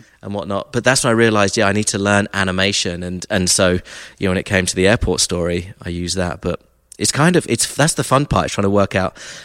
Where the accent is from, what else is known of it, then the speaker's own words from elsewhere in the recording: Brighton, South East England, United Kingdom; moved away as an adult; also born or lived in Nashville; now in Atlanta, United States; I'm from the south coast of England, Brighton.